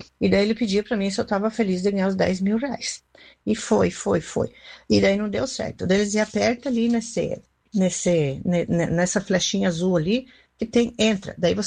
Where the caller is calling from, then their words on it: Santa Catarina, Brazil; eu sou de Santa Catarina